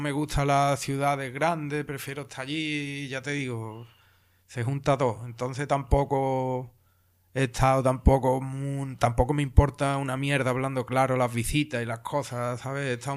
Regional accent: El Cuervo, Andalusia, Spain; Tengo 32 años, llevo haciendo música desde 2009 aproximadamente. Yo soy del Cuervo, de Sevilla, un pueblecito, el último de la provincia.

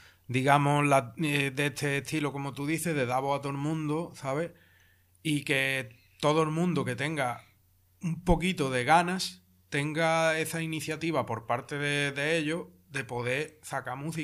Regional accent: El Cuervo de Sevilla, Andalusia, Spain; soy del 93. Vale, tengo 32 años, llevo haciendo música desde 2009 aproximadamente. Yo soy del Cuervo, de Sevilla, un pueblecito, el último de la provincia.

